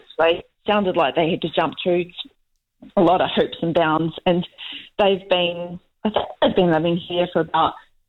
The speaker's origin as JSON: {"language": "English", "country": "New Zealand", "tie": "born there", "lives_now": "Mosgiel, New Zealand", "said": "I was born in New Zealand"}